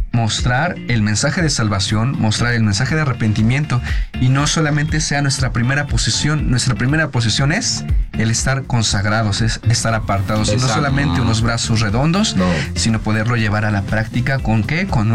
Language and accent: Spanish; Mexico